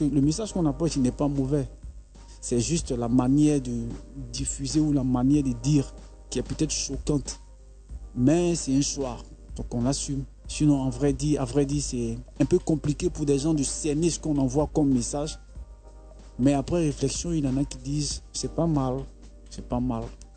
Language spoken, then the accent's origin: French; Bobo-Dioulasso, Hauts-Bassins, Burkina Faso; also born or lived in Yopougon, Abidjan, Côte d'Ivoire; moi, je suis né à Poy, à Yopougon, j'ai grandi à Bobo